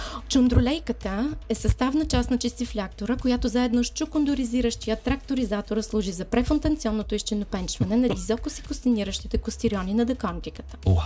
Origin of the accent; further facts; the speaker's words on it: Bulgaria; first language Bulgarian; German is a second language; Als Kind habe ich in meiner Muttersprache Bulgarisch einen Satz gelernt, dessen Wörter eigentlich gar nichts bedeuten.